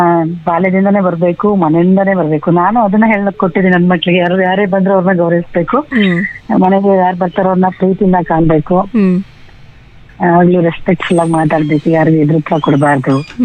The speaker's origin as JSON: {"language": "Kannada", "town": "Shivamogga", "region": "Karnataka", "country": "India", "tie": "born or raised there", "said": "ನಾನು ಶಿವಮೊಗ್ಗ ಮೂಲತಃ ಆಯೋದವಳು."}